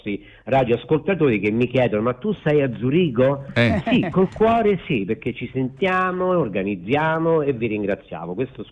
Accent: Rome, Lazio, Italy; moved away; io sono di Roma, vivo a Roma e poi mi sono anche trasferito

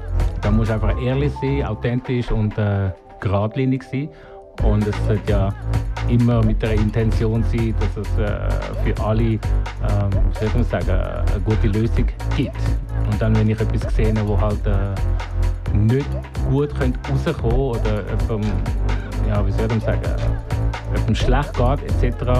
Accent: Zurich, Switzerland; In der Schweiz, ja. Also in nicht in der Stadt Zürich. In einem Kaff im Zürich Unterland. Genau, da bin ich aufgewachsen.

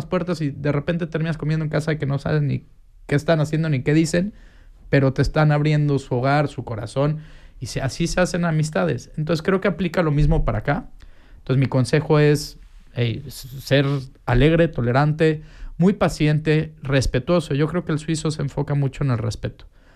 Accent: Mexico; moved away; Como mexicano estoy muy acostumbrado al, ahí nos vemos y llegas.

